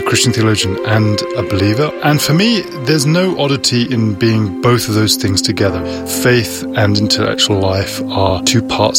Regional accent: London, United Kingdom; And I grew up a Baptist in England, in the Greater London area. My mother used to take us to church every week.

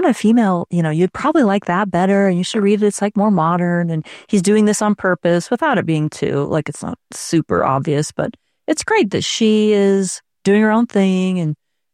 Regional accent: Utah, United States; They wanted to know if I knew him because I'm from Utah, from where Brandon Sanderson is from.

